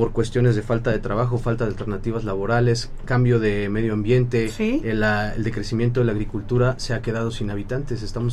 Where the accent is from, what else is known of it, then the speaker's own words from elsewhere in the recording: Ajalpan, Puebla, Mexico; yo soy ciudadano de Ajalpan